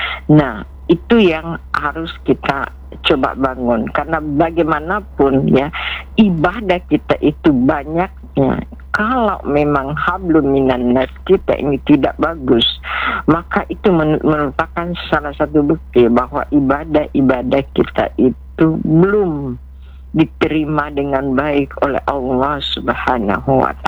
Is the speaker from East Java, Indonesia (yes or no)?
no; South Sulawesi, Indonesia; Ini juga adalah falsafah hidup kita sebagai orang Bugis.